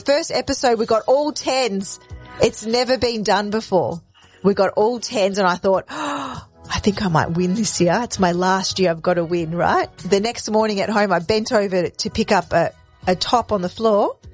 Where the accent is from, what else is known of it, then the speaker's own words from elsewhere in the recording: Melbourne, Victoria, Australia; because I'm from Melbourne.